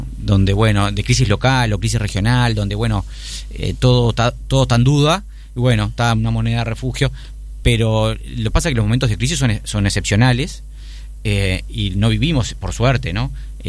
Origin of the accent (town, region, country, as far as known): Uruguay